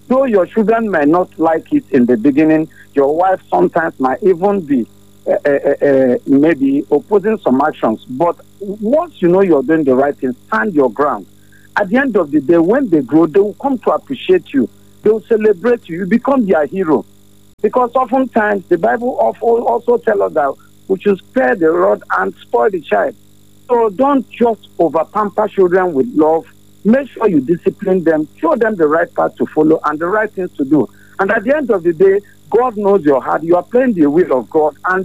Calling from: Makurdi, Benue, Nigeria; calling from High Level, Makurdi.

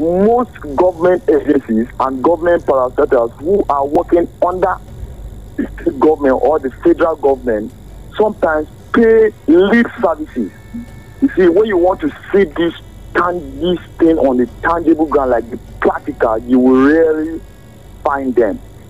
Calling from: Nigeria; I'm calling from Mechanic Village.

